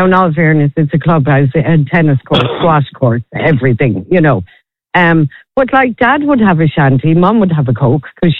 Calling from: Clare, Munster, Ireland; I'm from Clare. I know what Doolin's like. I know what a lot of those little towns are like.

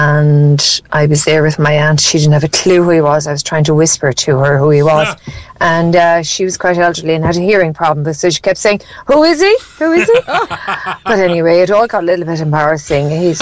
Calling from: Cork, Munster, Ireland; here from Cork.

